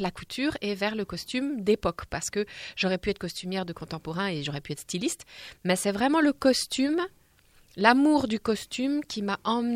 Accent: Paris, Île-de-France, France; born there; Ouais, moi je suis née à Paris.

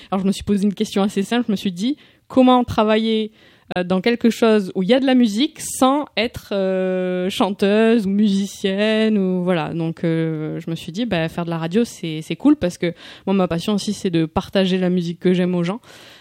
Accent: Occitanie, France; born there; Moi, je suis née en Ariège, je ne suis pas d'ici. Bon, c'est pas très loin quand même.

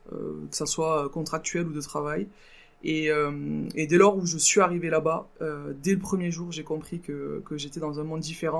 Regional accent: Le Bousquet-d'Orbe, Occitanie, France; il y avait un club au Bousquet d'Orbe, parce que je suis originaire du Bousquet d'Orbe

